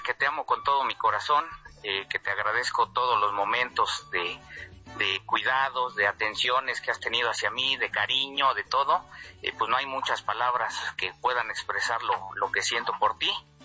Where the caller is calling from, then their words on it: Texcoco, State of Mexico, Mexico; soy acá de Texcoco.